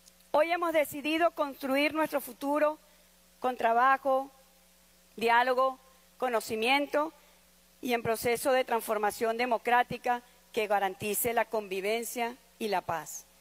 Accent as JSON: {"language": "Spanish", "country": "Venezuela", "said": "Vengo de Venezuela, un país que ha conocido la adversidad en todas sus dimensiones"}